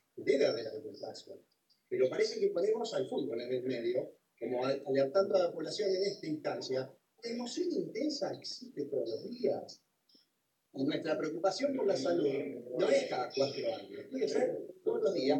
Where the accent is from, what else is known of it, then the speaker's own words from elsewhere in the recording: Argentina; no lo veamos como que somos argentinos